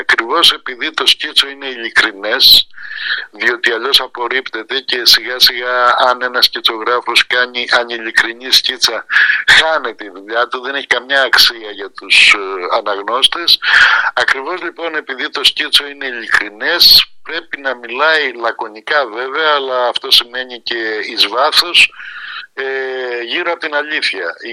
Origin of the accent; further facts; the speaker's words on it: Pyrgos, Western Greece, Greece; είμαι από τον Πύργο της Ηλίας και η Τρίπολη μου είναι πολύ αγαπημένη